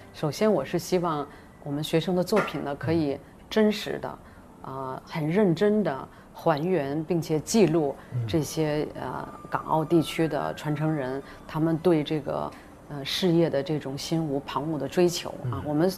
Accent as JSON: {"language": "Chinese", "region": "Guangdong", "country": "China", "tie": "born or raised there", "said": "对，他们粤语肯定不比我们真正土生土长的这个传统的广东人士呢说得差"}